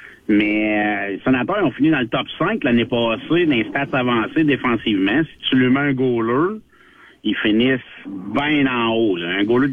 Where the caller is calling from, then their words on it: Gatineau, Quebec, Canada; Moi, je viens de Gatineau.